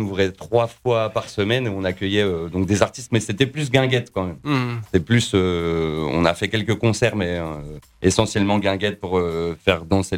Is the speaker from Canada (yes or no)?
no; Grand Est, France; parce que je venais d'un petit coin, des Vosges, où ben il y avait pas trop de musiciens